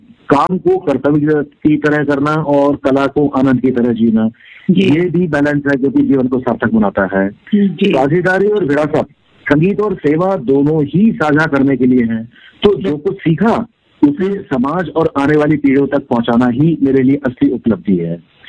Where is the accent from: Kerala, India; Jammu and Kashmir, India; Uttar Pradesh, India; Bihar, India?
Uttar Pradesh, India; Lucknow; मैं लखनऊ का रहने वाला हूँ और उसी माहौल में पला बड़ा हूँ।